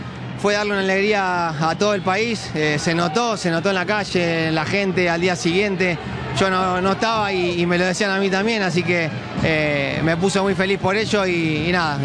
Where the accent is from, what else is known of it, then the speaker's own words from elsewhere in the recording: Argentina; como argentino me gustaría que siga.